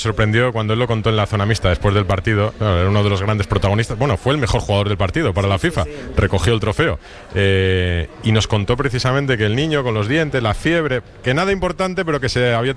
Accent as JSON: {"language": "Spanish", "region": "Extremadura", "country": "Spain", "said": "Hombre, Pedro, quiero decir, como extremeño, hacía, creo que 24 años con un extremeño no marcaba en un Mundial"}